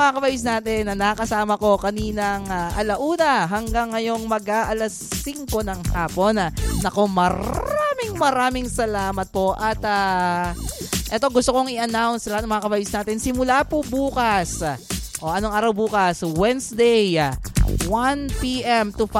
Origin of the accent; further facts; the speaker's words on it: Visayas, Philippines; Bisaya kasi ako.